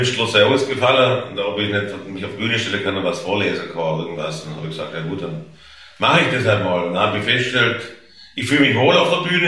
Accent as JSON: {"language": "German", "town": "Stuttgart", "region": "Baden-Württemberg", "country": "Germany", "accent": "Swabian"}